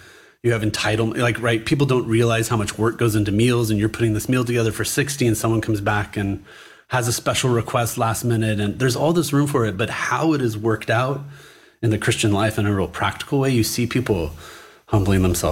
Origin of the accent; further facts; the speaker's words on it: California, United States; born there; moved away as an adult; also born or lived in Texas; now in South Canaan, Pennsylvania, United States; I grew up in an evangelical home. My dad was a minister. We had spent about half my childhood in Texas. Oh, okay. And then the other half in Southern California in a big mega church.